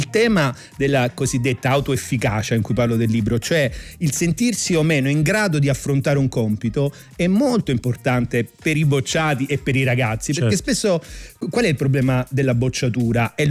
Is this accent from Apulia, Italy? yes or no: yes; Lecce, Apulia, Italy; moved away as an adult; also born or lived in Bologna; io sono leccese, vado a studiare a Bologna